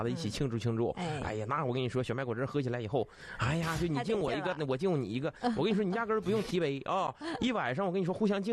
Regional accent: Jilin, China; 作为咱们吉林人，

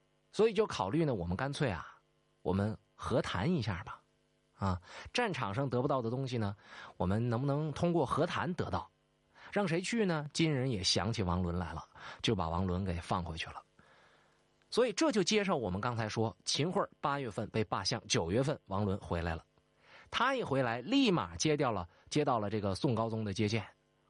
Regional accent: Changchun, Jilin, China; 黄龙府今天离我的家乡长春特别近啊，在吉林农安，

